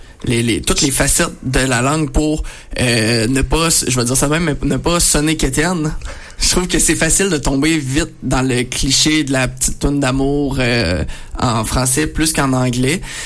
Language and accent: French; Quebec, Canada